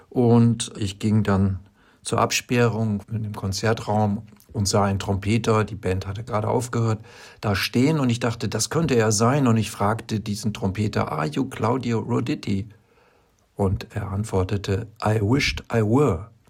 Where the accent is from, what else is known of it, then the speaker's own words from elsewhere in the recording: Oldenburg, Lower Saxony, Germany; Und ich bin mit meinem Auto Richtung Hamburg, hier aus meiner Heimatstadt Oldenburg, gefahren.